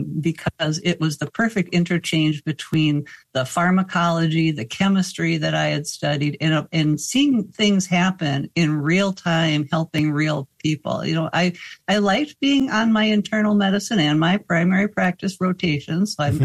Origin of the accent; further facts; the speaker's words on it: Wisconsin, United States; I was also entered into my anesthesiology residency training right here in my home state of Wisconsin.